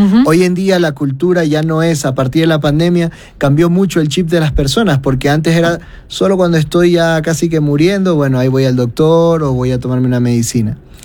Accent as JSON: {"language": "Spanish", "town": "Guayaquil", "region": "Guayas", "country": "Ecuador", "said": "como somos de Guayaquil, vamos a hacer en Guayaquil"}